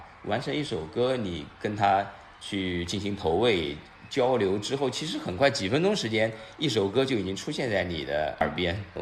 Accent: Nanjing, Jiangsu, China; 从小就住在长江路上，从小生活上学，现在上班呢也在这儿。

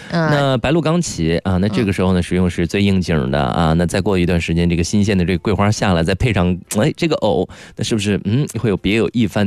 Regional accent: Nanjing, Jiangsu, China; 那咱们南京人其实爱吃藕

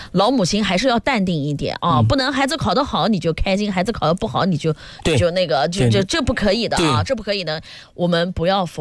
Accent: Nanjing, Jiangsu, China; 主要我是南京人

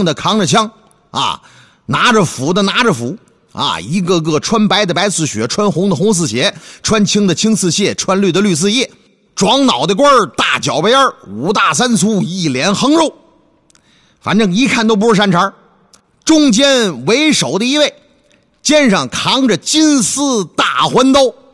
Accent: Northeast China, China; 我们东北话叫善说

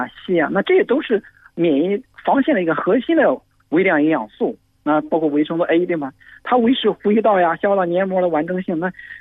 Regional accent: China

